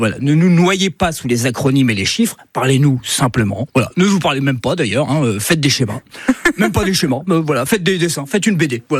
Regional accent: Corsica, France; c'est vrai qu'en tant que Corse, j'ai un petit peu peur.

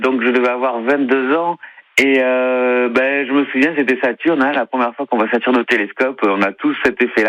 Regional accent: Collioure, Occitanie, France; moved away as an adult; now in Paris, France; c'est là d'où je suis. J'ai grandi ici.

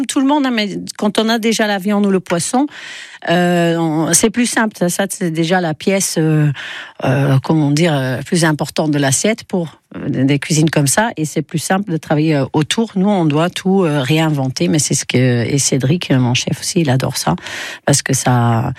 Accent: Ghent, Flanders, Belgium; ah, alors je suis de Gand.

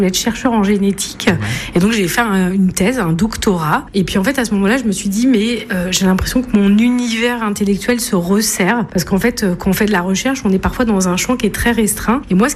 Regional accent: Lille, Hauts-de-France, France; Mais non, mais j'ai passé presque 18 ans à Lille.

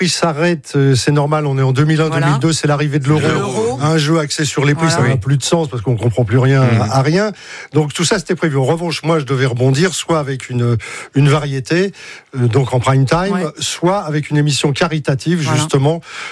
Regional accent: Paris, Île-de-France, France; Parce que moi, je suis un parigot.

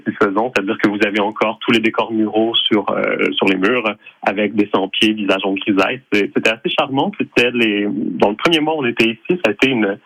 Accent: Montreal, Quebec, Canada; now in France; Oui, je suis montréalais d'origine.

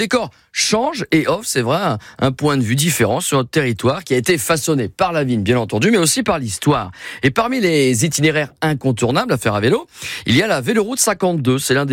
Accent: Grand Est, France

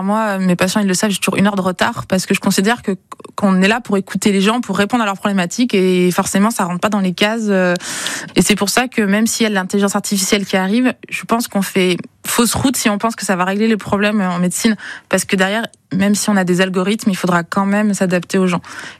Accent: Limoges, Nouvelle-Aquitaine, France; born there; also born or lived in Itabuna, Brazil; Je suis née au Brésil, dans une petite ville qui s'appelle Itabuna, et donc j'ai été adoptée à un mois avant d'arriver directement à Limoges

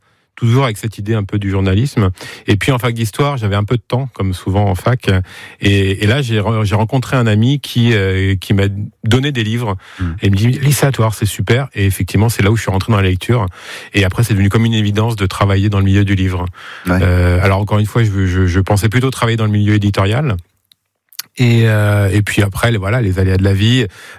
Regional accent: Nuillé-sur-Vicoin, Pays de la Loire, France; moved away as an adult; now in Laval, France; Moi, je suis originaire de Nuillé-sur-Vicoin.

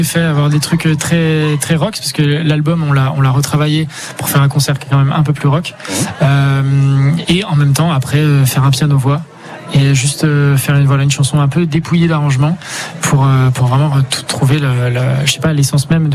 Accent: Geneva, Switzerland; born there; Genève. Je suis né à Genève, tout à fait.

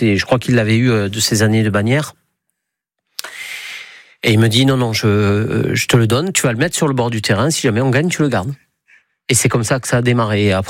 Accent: Orthez, Nouvelle-Aquitaine, France; born there; Moi, je suis né à Orthès.

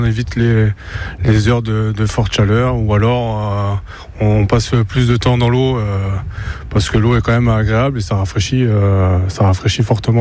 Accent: Bruges, Nouvelle-Aquitaine, France; De Bruges, à côté de Bordeaux.

